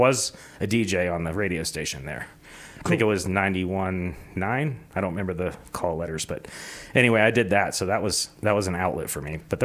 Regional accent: Dallas, Texas, United States; I'm from Dallas.

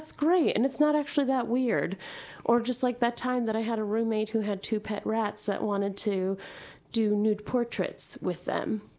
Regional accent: Great Neck, New York, United States; born there; I was born in Great Neck

